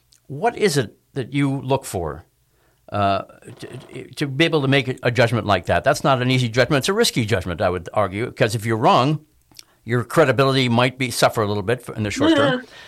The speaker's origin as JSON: {"language": "English", "town": "Boston", "region": "Massachusetts", "country": "United States", "said": "I'm a Bostonian."}